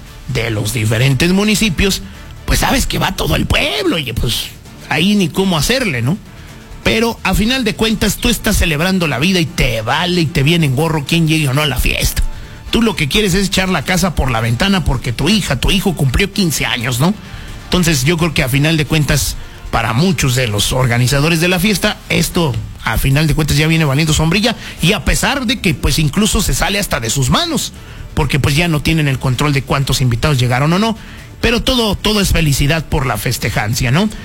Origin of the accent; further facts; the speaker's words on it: Mexico; como coloquialmente decimos los mexicanos.